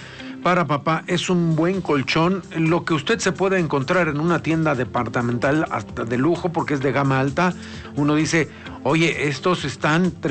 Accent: Mexico

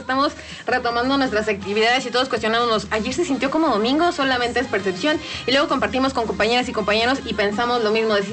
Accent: Mexico; Qué cosa que nos orgullece tanto como mexicanas y como mexicanos.

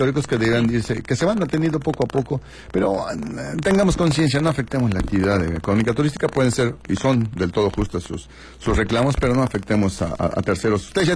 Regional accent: Mexico City, Mexico; born there; now in Acapulco, Mexico; yo, que nací en la Ciudad de México, pero tengo aquí 30 y tantos años viviendo en Acapulco

